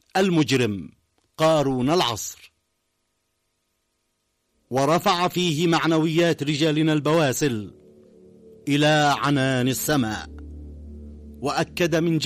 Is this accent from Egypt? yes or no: no; Sanaa, Amanat Al Asimah, Yemen; عندنا في صنعاء